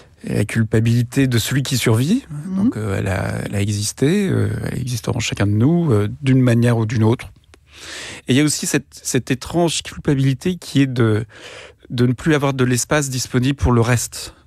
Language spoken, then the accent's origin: French; Centre-Val de Loire, France; born there; je suis né en Indre-et-Loire, dont le numéro de département, c'est le 37.